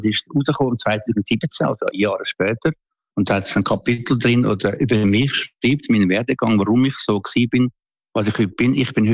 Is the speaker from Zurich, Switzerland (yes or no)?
yes; Aeugst am Albis, Zurich, Switzerland; born or raised there